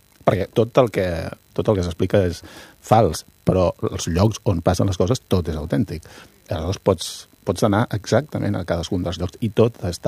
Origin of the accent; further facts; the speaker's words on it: Taradell, Catalonia, Spain; Sí, és d'on jo soc de Taradell, eh?